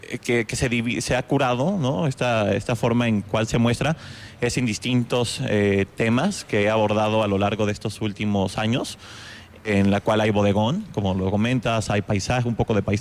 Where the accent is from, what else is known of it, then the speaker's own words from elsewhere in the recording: Querétaro, Mexico; born there; Yo nací aquí en Querétaro.